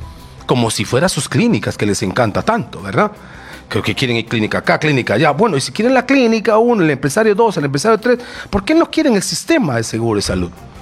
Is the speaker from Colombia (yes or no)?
no; Peru